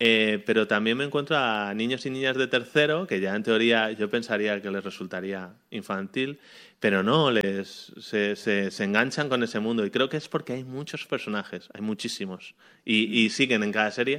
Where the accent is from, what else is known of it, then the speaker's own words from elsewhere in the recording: Madrid, Community of Madrid, Spain; moved away as an adult; also born or lived in Jerez; now in Germany; cuando me fui a Alemania, o sea, yo soy de Madrid, en Madrid, bueno, en Jerez, porque tengo muchos amigos de Jerez, porque mi familia es de allí